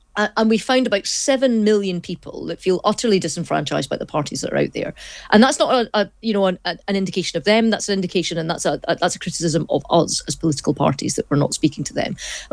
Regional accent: Scotland, United Kingdom; we're Scottish

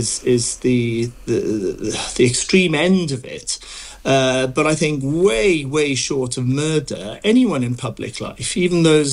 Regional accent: Wales, United Kingdom; now in England; I'm Welsh

